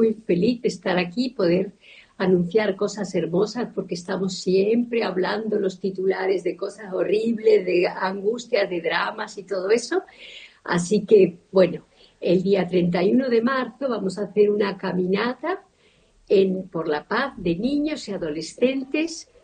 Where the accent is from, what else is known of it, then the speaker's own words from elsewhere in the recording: Spain; moved away; yo, siendo española